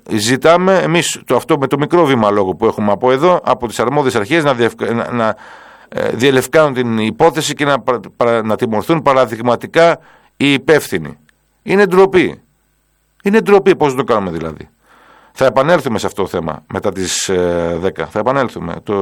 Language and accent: Greek; Kardamas, Western Greece, Greece; Λέω μια παραλία, αυτή που έχω κοντά στα πατρογονικά εδάφια, αφού είμαι από τον Καρδαμά. Και πήγαινα εκεί από μικρό παιδί για να κάνω τα μπάνια μου.